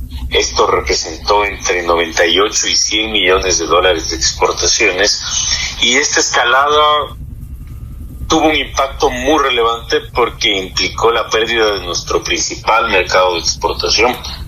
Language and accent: Spanish; Ecuador; nosotros como ecuatorianos somos gente seria